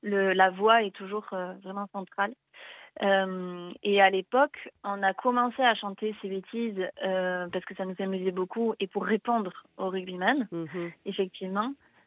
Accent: Nouvelle-Aquitaine, France; Voilà, on est du Pays Basque et du coup, on a étudié le chant traditionnel au Pays Basque, le chant traditionnel aussi à Toulouse, au conservatoire.

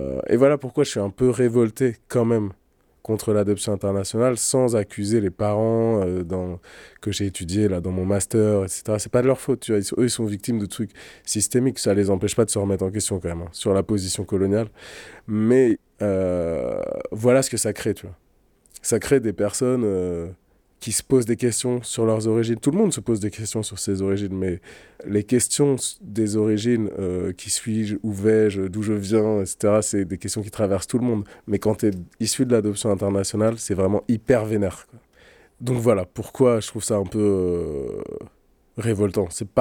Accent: Bati, Amhara, Ethiopia; Bati, c'est d'où je viens, donc à côté de Dessie et Kombolcha, dans l'ancienne province du Wollo, qui est en région Amara, à l'entrée du désert Afar, là où on a trouvé Lucie, l'Australopithèque. Moi, je viens de tout près de là.

